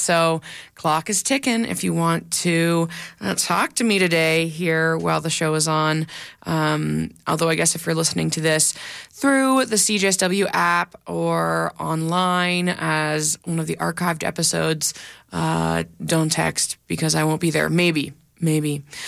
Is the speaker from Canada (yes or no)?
yes; Kingston, Ontario, Canada; they are a band out of my hometown of Kingston, Ontario